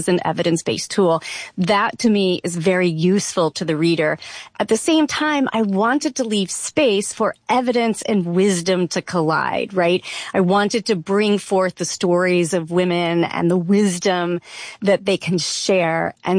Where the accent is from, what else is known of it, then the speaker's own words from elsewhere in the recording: Louisville, Kentucky, United States; I grew up in Kentucky.